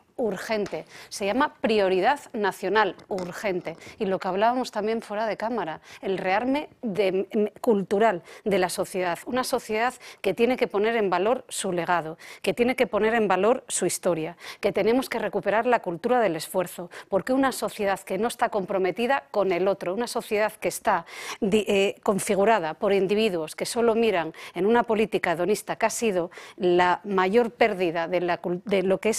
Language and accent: Spanish; Asturias, Spain; yo precisamente soy asturiana